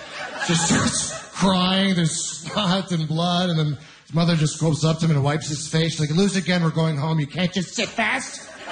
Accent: Ontario, Canada; I'm originally from Ontario.

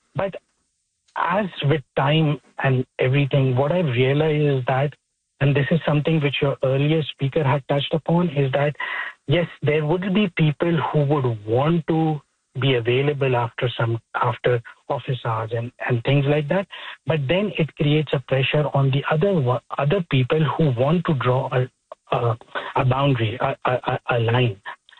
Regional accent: Pakistan; also born or lived in UAE / Australia; now in Canada; I'm originally from Pakistan, and I've lived in the UAE, then Australia, and before moving to Canada.

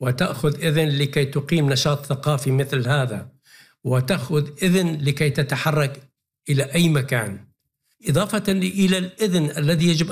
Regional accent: Syria; كسوريين كنا نعرف لن يكون سهلا إسقاط النظام

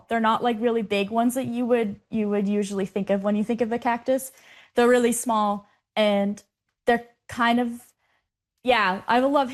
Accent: Ontario, Canada; I grew up on Georgian Bay and I've always been connected to land.

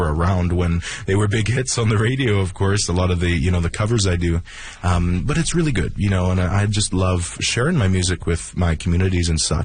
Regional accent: Sucker Creek, Alberta, Canada

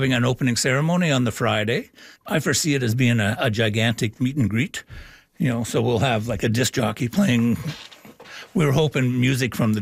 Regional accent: Lively, Ontario, Canada; You didn't care because you were playing with their kids and growing up in Lively.

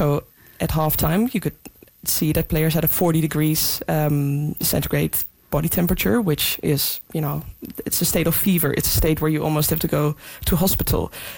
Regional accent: Netherlands; moved away; also born or lived in Scotland, United Kingdom; growing up in the Netherlands playing football there, there wasn't too many, I guess, weather events

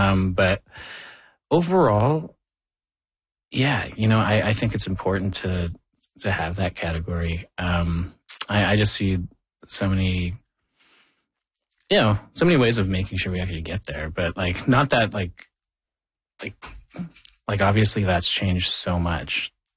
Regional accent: Thunder Bay, Ontario, Canada; And I bring that back even to growing up in Thunder Bay, where like, you know, there is like, you know, a lot of tensions between the indigenous and non-indigenous communities up there.

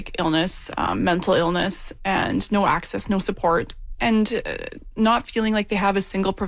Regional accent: Fairview, Alberta, Canada; I grew up in Fairview, Alberta, which is a little northern community, just about an hour from Grand Prairie.

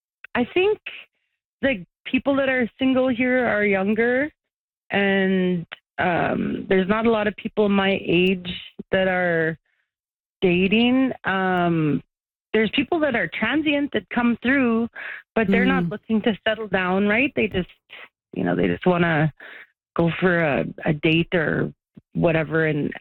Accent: Tuktoyaktuk, Northwest Territories, Canada; now in Inuvik, Canada; I'm from Tuck. I live in Inuvik. My dad is from Tuck. My mom is from Fort McPherson. Honestly, I'm related to everybody here.

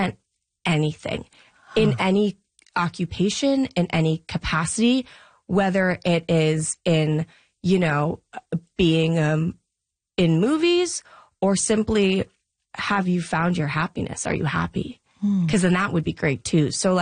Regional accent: Vietnam; moved away; Especially from where I came from. Like, I'm from Vietnam. I'm adopted from Vietnam. And I was from a very rural, rural part of Vietnam, too.

